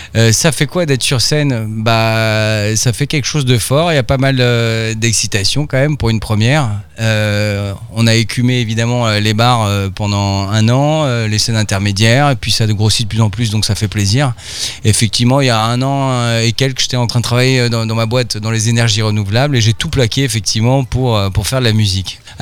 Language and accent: French; Paris, Île-de-France, France; moved away as an adult; now in Brittany, France; moi, à la base, je suis de Paris, je suis venu habité en Bretagne